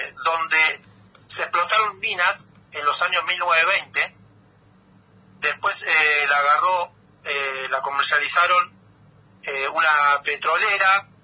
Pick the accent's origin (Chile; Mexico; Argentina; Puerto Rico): Argentina; Mar del Plata, Buenos Aires Province; moved away; yo soy de Mar del Plata y vine a este lugar a vivir en paz.